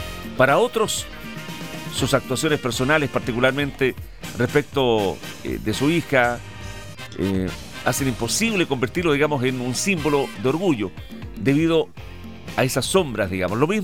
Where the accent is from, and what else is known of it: Chile